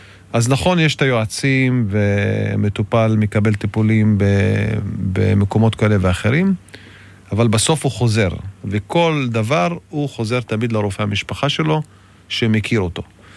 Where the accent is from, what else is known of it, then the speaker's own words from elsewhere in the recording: Basmat Tab'un, Northern District, Israel; אני מומחה ברופאת המשפחה, תושב בוסמת טבעון, נשוי פלוס 2.